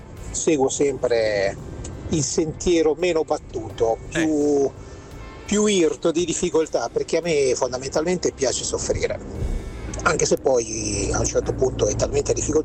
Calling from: Carrara, Tuscany, Italy; da Carrara.

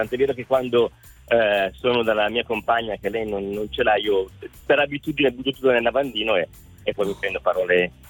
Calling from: Busto Arsizio, Lombardy, Italy; Da Busafizio, provincia di Varese.

